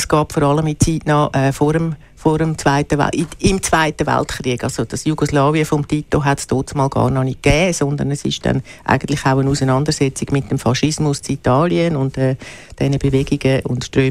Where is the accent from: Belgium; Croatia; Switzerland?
Switzerland; Stäfa, Zurich; now in Zurich, Switzerland; Ich bin in Stäfen aufgewachsen, also rechts Zürichseeufer.